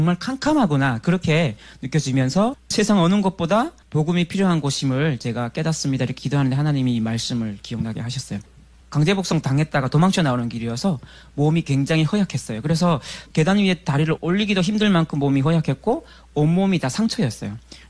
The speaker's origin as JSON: {"language": "Korean", "country": "North Korea", "moved": "yes", "lives_now": "South Korea", "said": "저는 98년에 처음으로 탈북했기 때문에 5년 만에 이제 고향 땅을 밟는 거였거든요."}